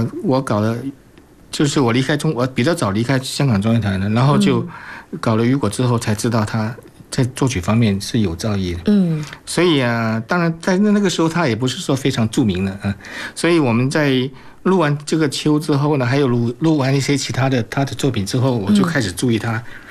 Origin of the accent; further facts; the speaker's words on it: Singapore; 因为他是印尼华侨，我是新加坡华侨嘛，我们会说一些土话啦。